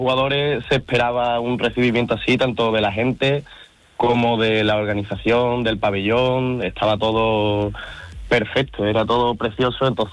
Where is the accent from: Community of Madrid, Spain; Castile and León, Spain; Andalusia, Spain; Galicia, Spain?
Andalusia, Spain; Seville; Hombre, yo por ejemplo que soy de aquí de Sevilla